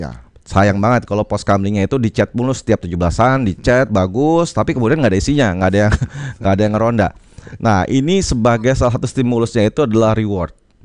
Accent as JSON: {"language": "Indonesian", "region": "Jakarta", "country": "Indonesia", "said": "Anak muda itu kalau di daerah saya di Jakarta khususnya itu lebih enak tuh malam-malam gini di rumah aja"}